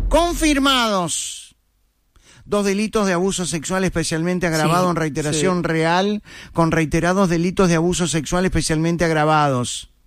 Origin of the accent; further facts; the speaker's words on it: Uruguay; Esto es de las peores cosas que suceden en mi país.